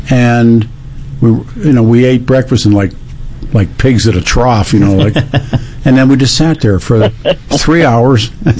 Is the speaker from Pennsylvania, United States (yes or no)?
yes; Pittsburgh, Pennsylvania, United States; moved away; growing up in Pittsburgh as a little kid